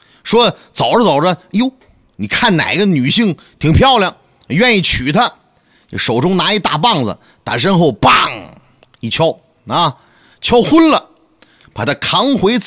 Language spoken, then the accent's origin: Chinese; Liaoning, China; now in Nanjing, China; 啊，就我们老家的东北啊，辽宁